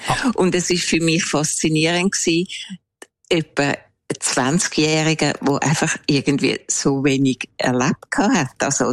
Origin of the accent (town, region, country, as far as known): Switzerland; born or raised there; moved away